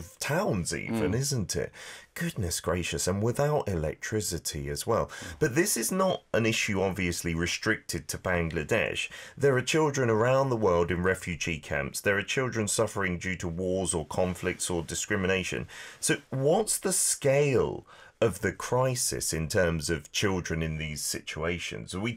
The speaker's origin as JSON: {"language": "English", "country": "United Kingdom", "moved": "yes", "said": "my home country of the UK"}